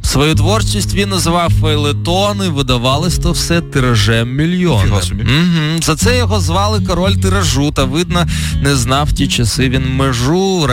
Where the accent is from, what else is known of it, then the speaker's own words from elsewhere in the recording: Poltava Oblast, Ukraine; Народився на Полтавщині моїй, моя батьківщина.